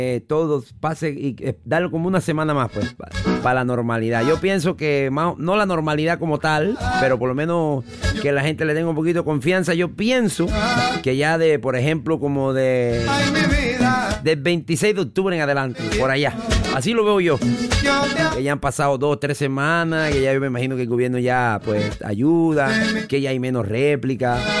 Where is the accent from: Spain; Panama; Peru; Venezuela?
Panama; Veraguas; Soy de Veragua y trabajo en la construcción, soldadura, baldosa, de todo un poquito.